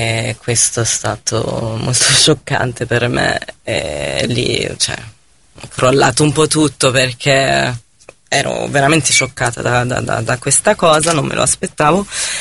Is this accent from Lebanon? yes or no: yes; North Governorate, Lebanon; accent: northern / Tripoli; Italian is a second language; moved away as an adult; also born or lived in Beirut; il tuo accento è del nord o è di Tripoli, e quindi lo sanno subito che non sei di Beirut